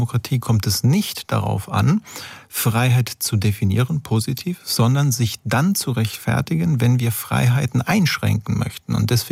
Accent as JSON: {"language": "German", "country": "Italy", "moved": "yes", "lives_now": "Germany", "said": "ich komme ursprünglich aus Italien"}